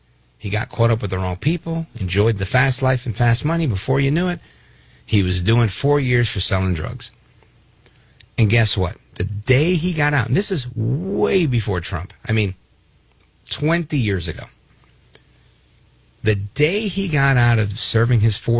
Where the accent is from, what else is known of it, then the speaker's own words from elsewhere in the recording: Brooklyn, New York, United States; born there; my parents were born in Puerto Rico. I was born in Brooklyn, New York.